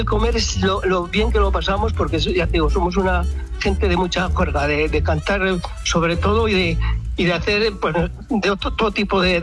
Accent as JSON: {"language": "Spanish", "town": "Ezcaray", "region": "La Rioja", "country": "Spain", "said": "Vamos a ver, yo soy de Ezcaray."}